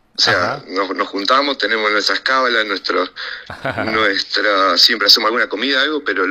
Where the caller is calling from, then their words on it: Argentina; Nosotros llegamos el sábado a Miami, viajamos de Argentina a Miami directamente.